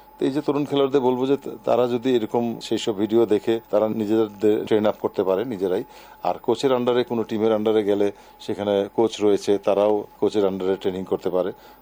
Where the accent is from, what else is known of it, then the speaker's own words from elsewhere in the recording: Bangladesh; born there; আমি আল্লাহর কাছে কৃতজ্ঞ যে আমি বাংলাদেশে জন্মগ্রহণ করেছি।